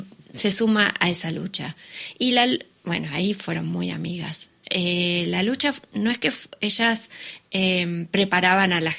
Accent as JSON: {"language": "Spanish", "country": "Argentina"}